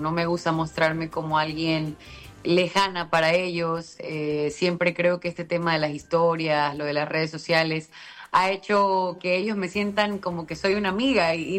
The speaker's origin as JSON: {"language": "Spanish", "country": "Ecuador", "said": "ahorita estoy en Guayaquil, acá en mi país, Ecuador."}